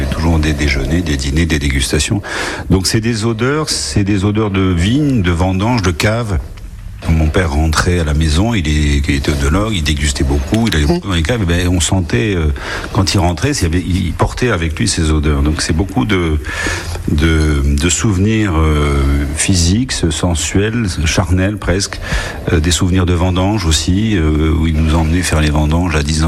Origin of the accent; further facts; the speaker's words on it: Grand Est, France; also born or lived in Montpellier; Je suis né à Montpellier en juin 67 parce que mon père faisait ses études de et il était à la fin de ses études et nous avons déménagé à la fin de l'année 67 en Champagne, donc j'ai connu Montpellier mais en très très très jeune.